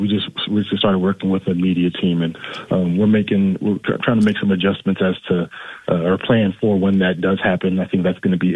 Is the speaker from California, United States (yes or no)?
yes; Los Angeles, California, United States; he's from Fresno, I'm from Los Angeles.